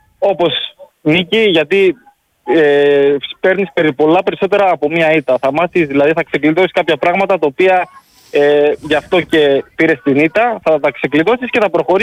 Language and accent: Greek; Rhodes, South Aegean, Greece; moved away as an adult; now in England, United Kingdom; γυρνάω πίσω στον τόπο μου, στην πατρίδα μου